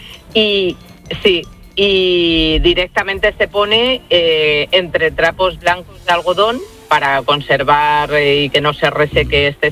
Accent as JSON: {"language": "Spanish", "town": "Combarros", "region": "Castile and León", "country": "Spain", "said": "en las fiestas del pueblo de mi padre, que es mi pueblo. Ajá. Que se llama Combarros y está al ladito de Astorga."}